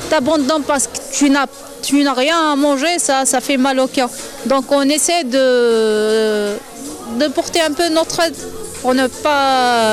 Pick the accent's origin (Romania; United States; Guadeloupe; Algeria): Algeria; moved away; Moi je suis algérienne de base.